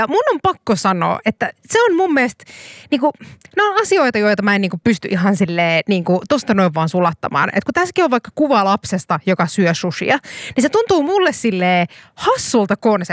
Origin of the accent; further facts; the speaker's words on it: Kuopio, North Savo, Finland; Itse näin niin kuin Kuopiossa kasvaneena